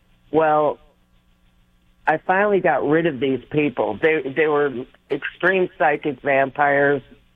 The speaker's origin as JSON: {"language": "English", "region": "the South", "country": "United States", "said": "Basically, where I live, I'm from the South, and I didn't realize where I moved to that there was a lot of people who practice voodoo"}